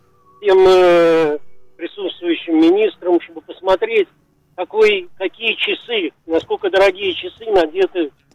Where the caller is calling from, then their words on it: Ashkelon, Southern District, Israel; я из Ашкелона.